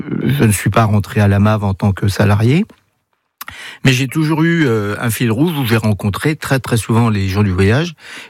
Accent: Laval, Pays de la Loire, France; je suis né à Laval en 1958. Donc, je suis un mayennais pur et dur, puisque j'ai le sens du territoire.

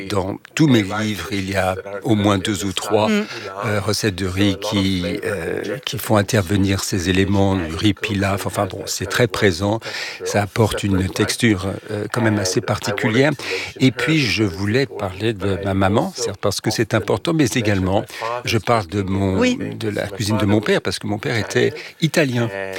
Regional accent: Jerusalem, Jerusalem District, Israel; Parce que j'ai grandi à Jérusalem et chaque culture avait sa propre tradition, sa propre recette de keftas, de boulettes.

